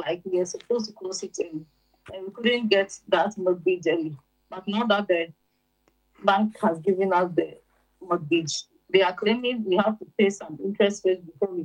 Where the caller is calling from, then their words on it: Canada; I'm calling from Canada.